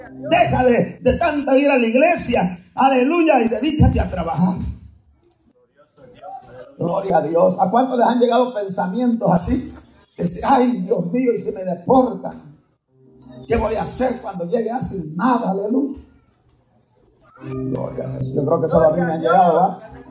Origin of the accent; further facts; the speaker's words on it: Guatemala; Yo estoy revuelto con hondureños, cubanos. Yo sigo diciendo que soy de Guatemala, pero ya no se me oye igual, hermano.